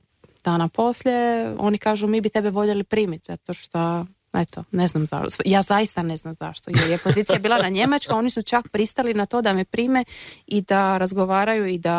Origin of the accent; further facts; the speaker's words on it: Split, Split-Dalmatia County, Croatia; moved away as an adult; now in Germany; rodom iz Splita prije svega.